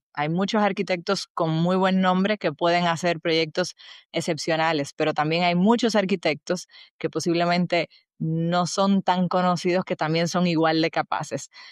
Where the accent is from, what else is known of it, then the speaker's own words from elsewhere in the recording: Dominican Republic; tanto en mi país, República Dominicana